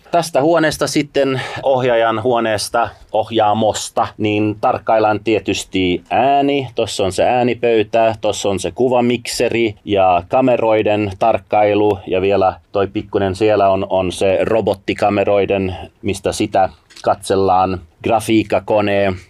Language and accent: Finnish; Afghanistan; Finnish is a second language; now in Finland; kun mä olin siellä 70- ja 80-luvulla lapsena Afganistanissa